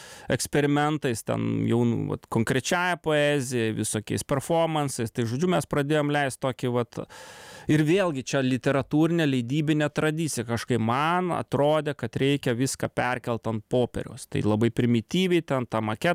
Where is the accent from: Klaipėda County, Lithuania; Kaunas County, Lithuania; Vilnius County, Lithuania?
Klaipėda County, Lithuania; Klaipėda; Pokario, jo, sovietmečio, kur aš užaugau Klaipėdoje